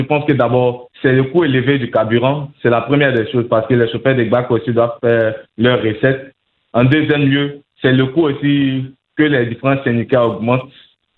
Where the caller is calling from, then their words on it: Abidjan, Côte d’Ivoire; de Cocody.